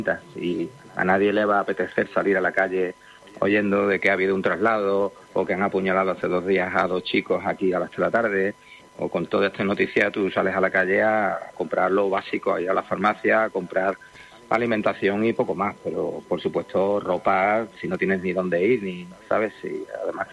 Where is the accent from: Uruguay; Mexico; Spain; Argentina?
Spain; primero soy español y tampoco tengo por qué abandonar mi tierra ni tengo por qué irme de aquí